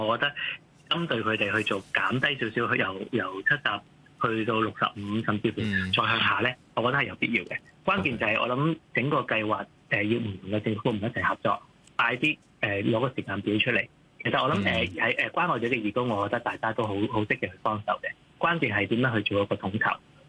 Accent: Hong Kong; 個就係發揮我哋香港人。

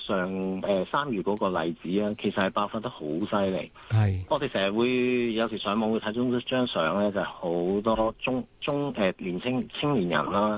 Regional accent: Hong Kong; 我哋港人

